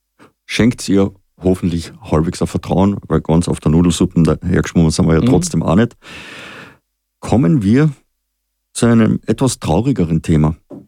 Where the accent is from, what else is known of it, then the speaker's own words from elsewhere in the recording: Frankfurt, Hesse, Germany; Aber eben Rocky Horror Show, Picture Show, natürlich als Frankfurter